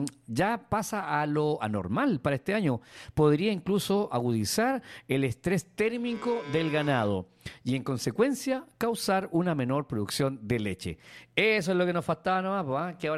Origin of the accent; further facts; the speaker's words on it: Chile; si así somos los chilenos.